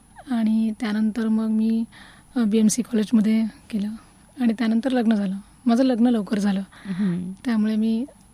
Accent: Pune, Maharashtra, India; moved away as an adult; now in Ahmednagar, India; माझं बालपण पुण्यातच गेलं। माझे वडील डिफेन्स अकाउंट डिपार्टमेंटमध्ये होते, त्यामुळं पुण्यातच त्यांनी बदली करून घेतली होती आणि आम्ही लहानपणापासून म्हणजे पुण्यातच शिकलो।

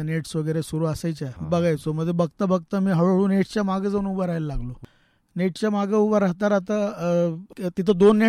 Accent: Bhingar, Maharashtra, India; मी राहायला, माझं बालपण बिंगारमध्ये गेलं, गल्लीमध्ये।

